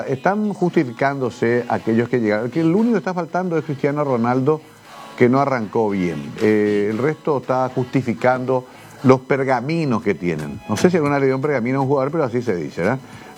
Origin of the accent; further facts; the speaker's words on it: San Juan, Argentina; Tengo que, soy un cobarde sanjuanino.